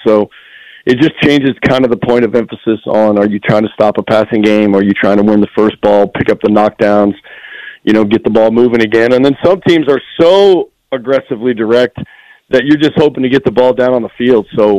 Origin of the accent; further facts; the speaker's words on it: Irving, Texas, United States; No knock on my hometown